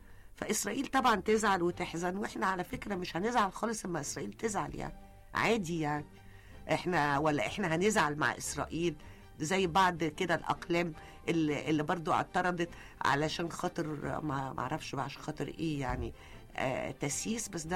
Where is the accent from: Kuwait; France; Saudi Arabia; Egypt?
Egypt